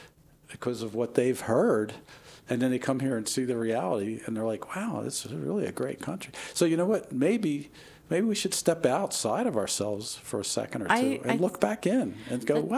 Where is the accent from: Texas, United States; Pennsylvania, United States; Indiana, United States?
Pennsylvania, United States; Philadelphia; I'm from Philadelphia